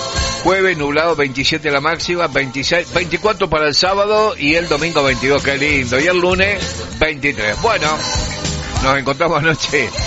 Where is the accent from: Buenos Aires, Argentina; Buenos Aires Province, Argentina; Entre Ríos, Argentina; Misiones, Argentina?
Entre Ríos, Argentina; Urdinarrain